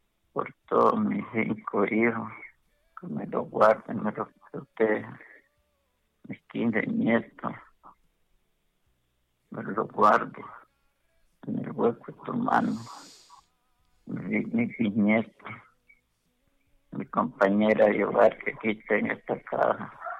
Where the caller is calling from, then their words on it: Honduras; De la vía San Francisco